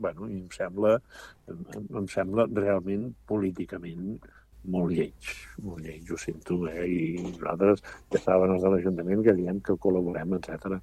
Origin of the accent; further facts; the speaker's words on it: Girona, Catalonia, Spain; jo soc gironí